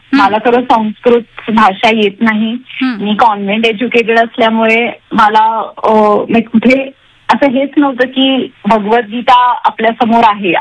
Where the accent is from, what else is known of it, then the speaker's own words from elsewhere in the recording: Maharashtra, India; first language Marathi; मग मला लक्षात आलं की नाही मी महाराष्ट्रीयन आहे आणि मराठी ही माझी मातृभाषा आहे त्यामुळे मी मराठीतही व्हिडिओज केले.